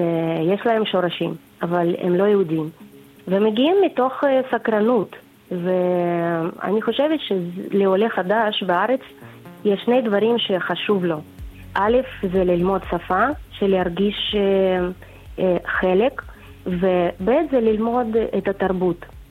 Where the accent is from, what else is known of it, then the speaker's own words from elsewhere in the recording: Ukraine; Hebrew is a second language; moved away as an adult; also born or lived in Uman, Ukraine; now in Eilat, Israel; כאילו שאני לא בעצם יהודיה לפי מסמכים, למרות שגרתי באוקראינה ושנתיים גרתי באומן